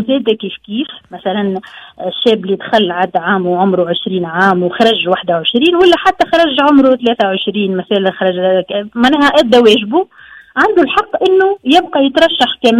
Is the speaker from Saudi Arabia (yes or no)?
no; Tunisia; في اغلب الولايات عندنا. في تونس الكبرى عندنا